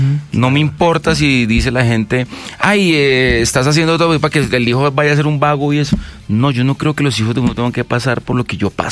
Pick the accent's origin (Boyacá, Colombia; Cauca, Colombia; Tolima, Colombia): Tolima, Colombia; Ibagué; born there; moved away